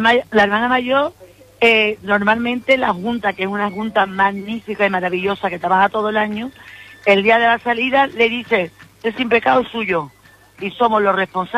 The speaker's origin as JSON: {"language": "Spanish", "town": "Villanueva del Ariscal", "region": "Andalusia", "country": "Spain"}